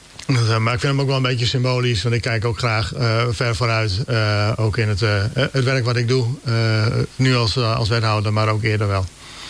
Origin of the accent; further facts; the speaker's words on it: Appingedam, Groningen, Netherlands; now in Nieuwolda, Netherlands; En ik kom van oorsprong uit Appingedam, dus daar kom ik weg. Ben op enig moment geland in Nieuwolda.